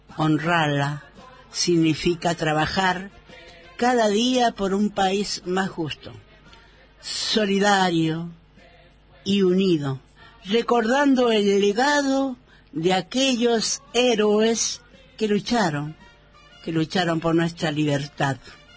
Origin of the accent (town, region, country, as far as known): Argentina